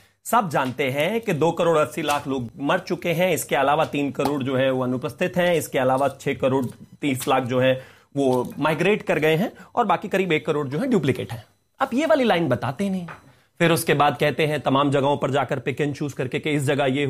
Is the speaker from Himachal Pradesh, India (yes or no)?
no; Uttar Pradesh, India; now in Delhi, India; मैं यूपी से यहां आया